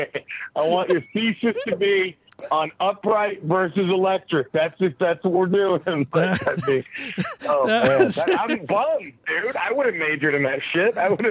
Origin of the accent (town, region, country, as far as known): Dallas, Texas, United States; born or raised there; now in Los Angeles, United States